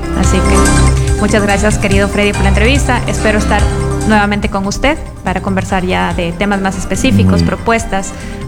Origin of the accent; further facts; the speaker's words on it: Loja, Ecuador; Toda mi vida he vivido en la Catacochi Sucre, en el barrio Máximo Agustín Rodríguez. Es el precursor de la Posta de la Lojanidad.